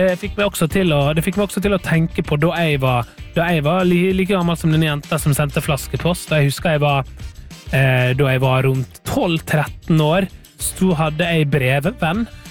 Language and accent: Norwegian; Møre og Romsdal, Norway; born there; hjemme på Sunnmøre